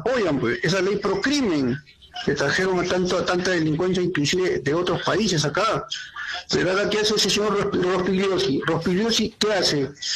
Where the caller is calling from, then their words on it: Lima, Peru; Acá, desde Lima. ¿Cómo está?